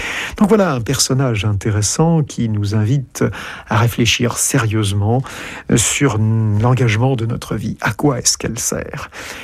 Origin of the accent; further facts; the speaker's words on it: France; Bien sûr, je suis français